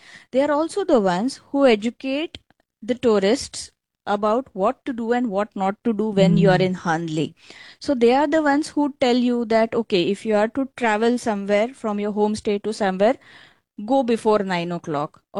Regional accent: Mumbai, Maharashtra, India; born or raised there

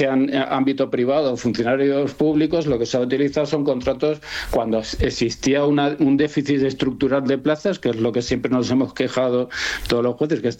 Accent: Canary Islands, Spain; born there; es verdad que yo nací en Canarias

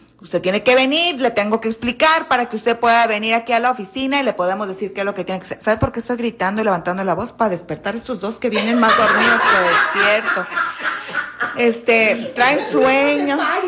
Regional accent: Michoacán, Mexico; No, soy de Michoacán.

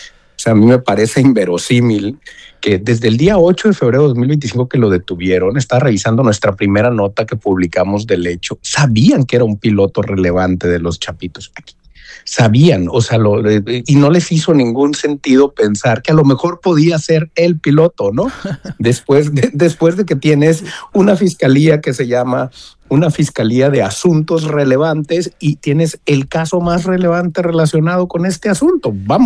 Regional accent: Sinaloa, Mexico; somos los sinaloenses

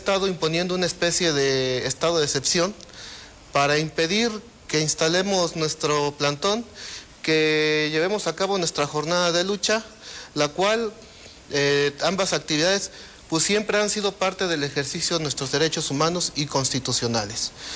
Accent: Morelia, Michoacán, Mexico; Y pues prácticamente incluso hasta compañeros que somos de aquí de Morelia, se nos quiere lanzar fuera de la ciudad.

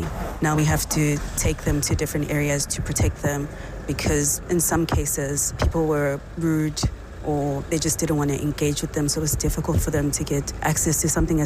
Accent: South Africa; we're a family and we are cousins, we're neighbors as South Africans and Mozambicans, and we don't get along

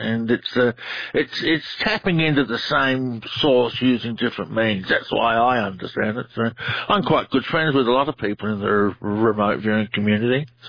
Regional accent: Australia; which I thought is quite ironic because I'm from the Outback.

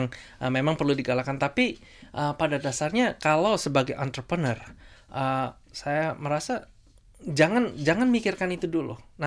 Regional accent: Indonesia; now in Brisbane, Australia; kita orangnya itu, orang Indonesia ini tahu terima kasih

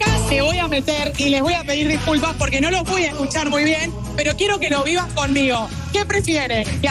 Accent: Argentina; como decimos los argentinos

